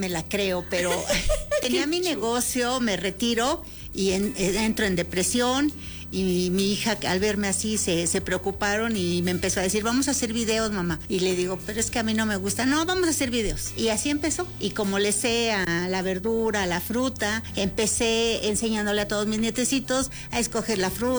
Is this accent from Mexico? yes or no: yes; State of Mexico, Mexico; Yo soy del Estado de México, pero mi familia viene del Estado de Oaxaca.